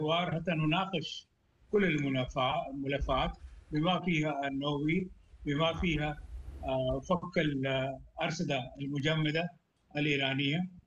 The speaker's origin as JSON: {"language": "Arabic", "country": "Pakistan"}